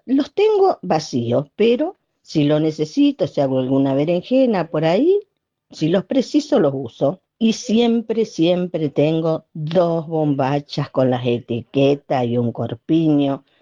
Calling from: Moreno, Buenos Aires Province, Argentina; de Moreno

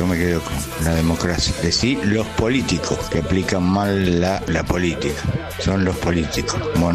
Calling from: Florencio Varela, Buenos Aires Province, Argentina; de Varela.

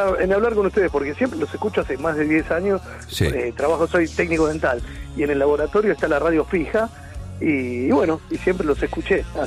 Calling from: Lanús, Buenos Aires Province, Argentina; vivo en Lanús.

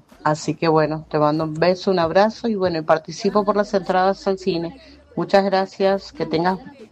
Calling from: Luzuriaga, Mendoza, Argentina

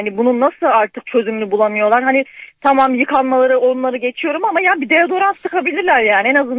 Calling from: Ankara, Turkey; Ankara'dan.

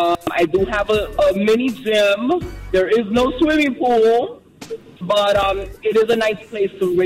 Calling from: New York, United States; I'm from Upper West Side.

